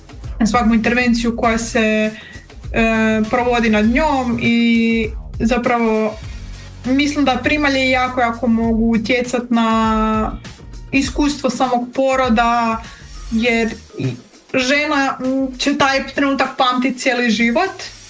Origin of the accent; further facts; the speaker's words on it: Croatia